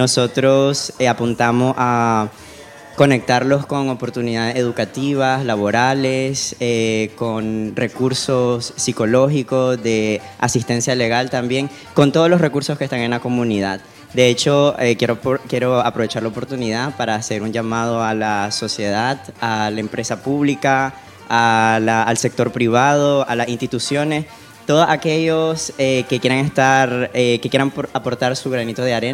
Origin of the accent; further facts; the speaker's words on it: Nicaragua; now in Spain; yo soy originario de Nicaragua.